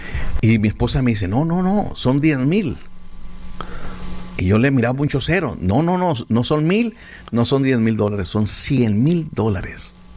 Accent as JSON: {"language": "Spanish", "region": "San Luis Potosí", "country": "Mexico", "tie": "born or raised there", "said": "Es que Dios nos habló a mi esposa y a mí que tenemos que abrir una iglesia en mi pueblito o campo San Luis Potosí."}